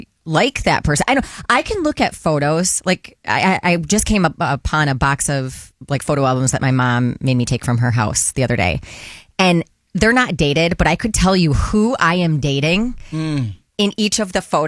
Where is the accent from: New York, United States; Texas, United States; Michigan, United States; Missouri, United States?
Michigan, United States; I was living in Indianapolis, and I'm like, I'm from Michigan.